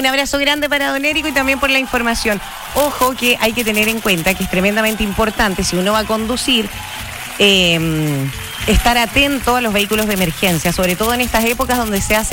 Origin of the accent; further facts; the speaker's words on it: Osorno, Los Lagos, Chile; No, yo no soy de Temuco, de Osorno.